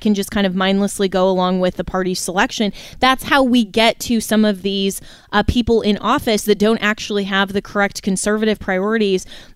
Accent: Florida, United States; that's what's happening in my home state of Florida right now with Byron Donalds

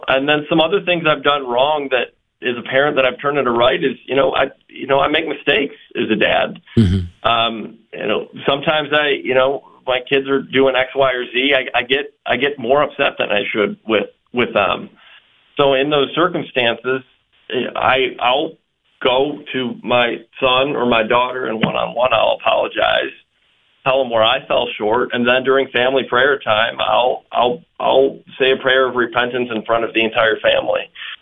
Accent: Ohio, United States; We're from Ohio.

